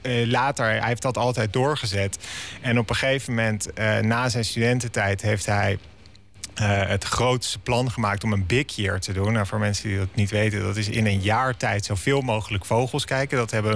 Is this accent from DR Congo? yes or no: no; The Hague, South Holland, Netherlands; moved away as an adult; now in Amsterdam, Netherlands; Ik woon weliswaar samen met Arjan, waar ik de podcast mee maak, in Amsterdam. Maar toch, weet je, zoals je iets bent, ben ik een Hagenaar.